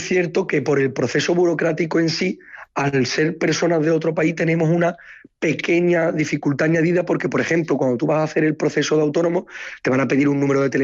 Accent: Cádiz, Andalusia, Spain; moved away as an adult; aunque soy realmente de Cádiz, hago mis estudios en Sevilla, y yo decido emigrar. Yo voy a Montpellier, después he estado en París

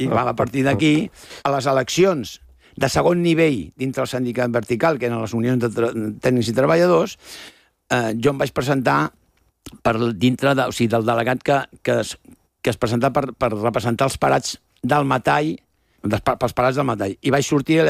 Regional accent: Catalonia, Spain

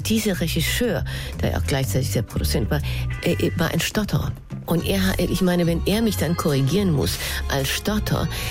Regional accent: Denmark; German is a second language; moved away

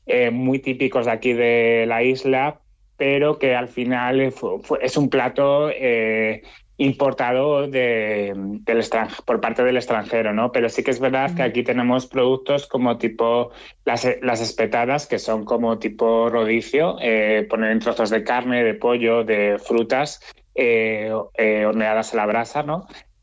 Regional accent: Spain; yo, como siendo español, me encanta España y adoro España

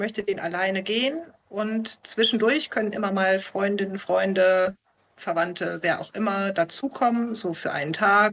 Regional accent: North Rhine-Westphalia, Germany; also direkt im Sauerland von hier aus gesehen, von Paderborn aus gesehen, war mein Elternhaus. Also ich komme ursprünglich aus dem

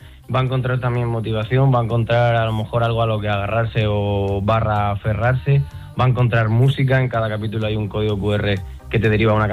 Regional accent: Sierra de Fuentes, Extremadura, Spain; Sí, la verdad que he estado trabajando como fisioterapeuta 7 años en mi pueblo, en Sierra de Fuentes, que tuve una clínica, y como bien dice, es una de mis pasiones.

